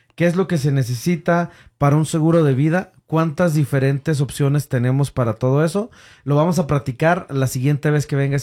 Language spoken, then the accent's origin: Spanish; Mexico